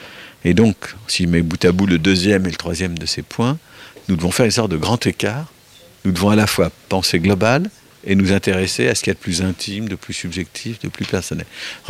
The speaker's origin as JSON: {"language": "French", "country": "France", "said": "nous autres Français, peut-être plus que d'autres, avons l'habitude de réfléchir en tant que Français"}